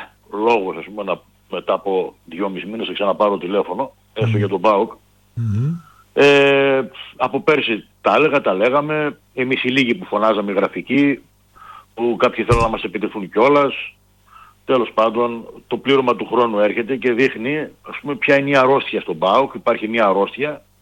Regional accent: Kavala, Eastern Macedonia and Thrace, Greece; Εγώ από την Καβάλα είμαι, δεν είμαι από τη Θεσσαλονίκη.

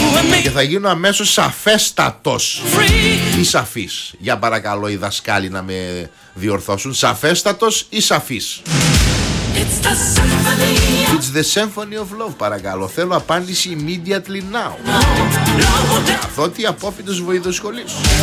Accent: Agriani, Greece; στο χωριό της Αγριανής, θα βάλω το χωριό μου.

